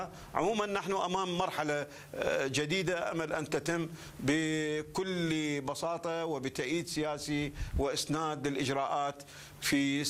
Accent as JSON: {"language": "Arabic", "country": "Iraq", "said": "علينا كعراقيين أن نساند،"}